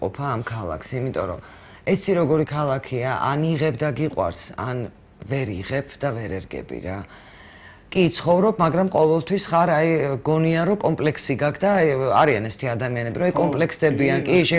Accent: Borjomi, Samtskhe-Javakheti, Georgia; born there; moved away as an adult; now in Tbilisi, Georgia; მე ქალაქურ ოჯახში დავიბადე, რა მნიშვნელობა აქვს? ეს შეიძლება იყოს ბორჯომში, მაგრამ მე ძალიან ქალაქურ ოჯახში დავიბადე და ქალაქურად გავიზარდე.

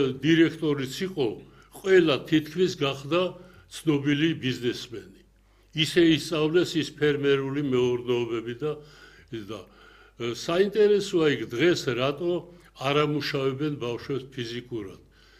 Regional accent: Gori, Shida Kartli, Georgia; თანაც ქართველი ვარ თანაც გორელი ვარ მეჯვისხეველი ვარ

